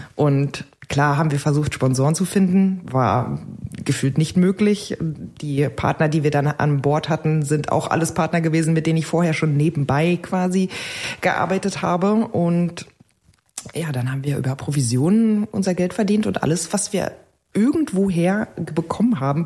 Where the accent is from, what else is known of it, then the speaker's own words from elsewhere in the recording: Berlin, Germany; Aber ich bin einfach eine dumme Berlinerin